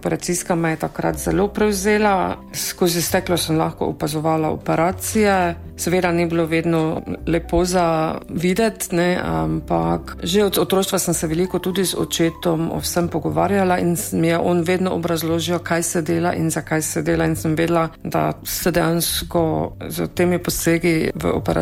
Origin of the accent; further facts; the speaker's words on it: Varaždin, Varaždin County, Croatia; moved away as an adult; also born or lived in Zagreb; now in Ormož, Slovenia; Ne, nisem domačinka, sem pa že skoraj 40 let v Ormožu. Sem pa drugače iz Varaždina, tudi študij sem končala v Zagrebu, pripravništvo sem končala v Varaždinu. Od januarja 1989 pa delam v Ormožu.